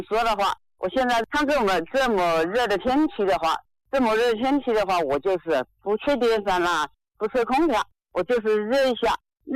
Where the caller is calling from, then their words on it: Tianmen, Hubei, China; 我是天门，住在天门东湖豪庭，在这个东湖边。